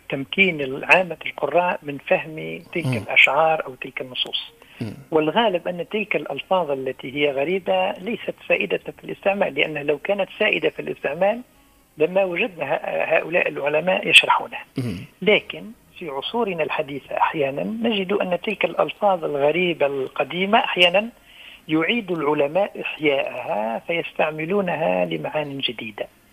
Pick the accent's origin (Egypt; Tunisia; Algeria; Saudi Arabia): Tunisia; southern Tunisia; هناك أيضا لفظة هي من أيضا مستعملة عندنا في الجنوب، هي الشكبان.